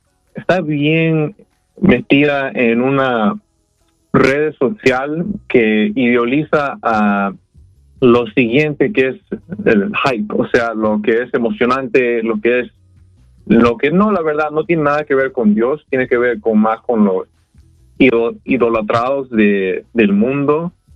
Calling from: Los Angeles, California, United States; soy aquí de Los Ángeles. Tengo 26 años

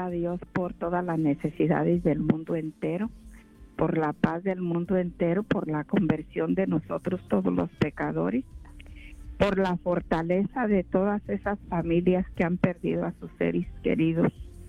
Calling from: Orange, California, United States; Buenos días, Gaby. … de Orange.

